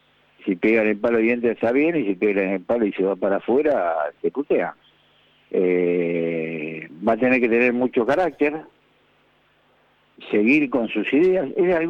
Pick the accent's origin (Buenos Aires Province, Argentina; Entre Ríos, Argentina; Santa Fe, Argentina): Buenos Aires Province, Argentina; Lanús; born there; yo nací en Lanús, en Calle de Tierra, ¿viste? No nací en un castillo.